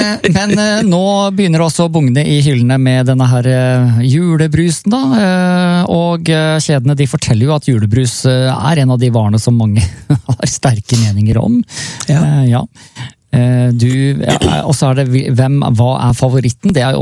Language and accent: Norwegian; Porsgrunn, Telemark, Norway; For jeg er jo fra Porsgrunn